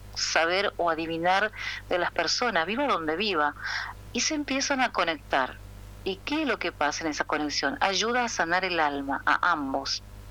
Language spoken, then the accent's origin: Spanish; Paraguay; now in Argentina; paraguaya, vivo en Argentina hace más de 20 años.